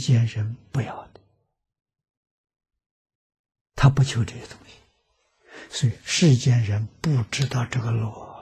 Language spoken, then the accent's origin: Chinese; China; 我们中国人称他做玉皇大帝啊